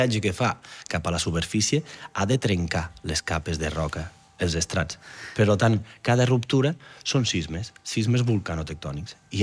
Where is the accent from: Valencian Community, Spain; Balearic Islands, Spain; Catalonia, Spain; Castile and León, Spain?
Catalonia, Spain; Batea; Jo de Batea, que som de secà, que no hi ha volcans, però sí.